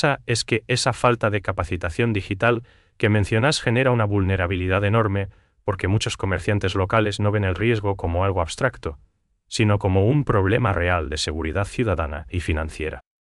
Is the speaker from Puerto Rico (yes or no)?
no; Paraguay; esa calidez que nos caracteriza como paraguayos